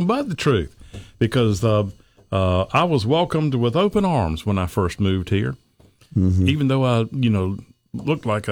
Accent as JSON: {"language": "English", "town": "Chesapeake", "region": "Virginia", "country": "United States", "tie": "born or raised there", "moved": "yes", "said": "Now, I've not lived in a city like New York or Chicago or cities like that, but I grew up in the Tidewater area in South Norfolk."}